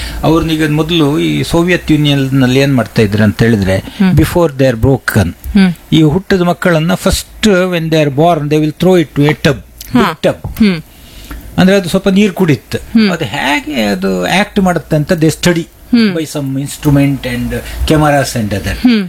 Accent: Karnataka, India; born there; ನಮ್ಮನೆ ಎದುರು ಒಂದು ದೊಡ್ಡ ಹೊಳೆ, ಹಾಲಡಿ ಹೊಳೆ ಅಂತ

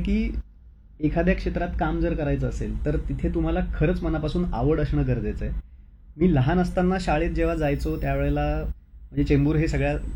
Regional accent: Mumbai, Maharashtra, India; moved away as an adult; now in Velas, India; लहानपणापासून पाहिलेली मुंबई मग वाढलेली गर्दी ह्याला मी कंटाळलो आणि मग मुंबई सोडायचं ठरवलं. रत्नागिरी जिल्ह्यात मंडणगड तालुक्यात वेळास माझं गाव आहे तिथे शेतीवाडी आहे

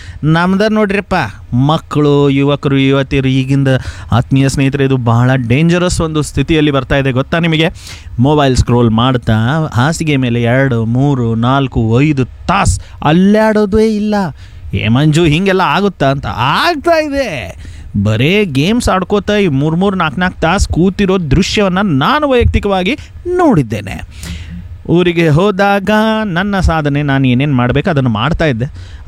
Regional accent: Belagavi, Karnataka, India

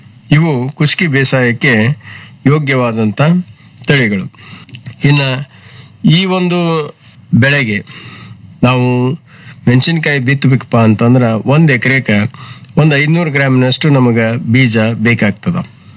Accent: Karnataka, India; ನಮ್ಮ ಉತ್ತರ ಕರ್ನಾಟಕದ ಧಾರವಾಡ ಗದಗ ಹಾಗೂ ಹಾವೇರಿ ಜಿಲ್ಲೆಗಳಲ್ಲಿ

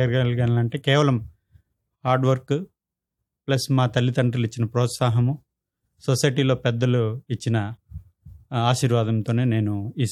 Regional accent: V. Kota, Andhra Pradesh, India; moved away as an adult; also born or lived in Hyderabad / Chennai; నేను పుట్టింది వికోట, వెంకటగిరి కోట, చిత్తూరు డిస్ట్రిక్ట్.

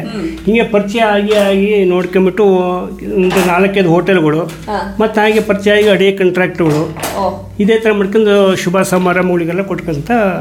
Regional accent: Karnataka, India; now in Shivamogga, India; ನಾವು ಹುಟ್ಟಿದ್ದು ಸೋಳಂಗ, ಬೆಳೆದಿದ್ದೆಲ್ಲ ಸೋಳಂಗದಲ್ಲಿ. ಶಿವಮೊಗ್ಗ ಬಂದು ನಾವು ಒಂದು 35 ವರ್ಷ ಆಯಿತು.

